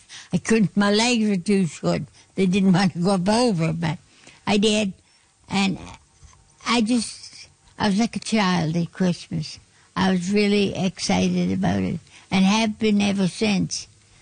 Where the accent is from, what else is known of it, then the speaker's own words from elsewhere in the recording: Lake Pleasant, Nova Scotia, Canada; also born or lived in Springfield, Nova Scotia; I was born in Springfield, Nova Scotia, but lived in a little country home in Lake Pleasant, right off Springfield. And since then, I've been moving around here, there, and everywhere, but I'm a happy person.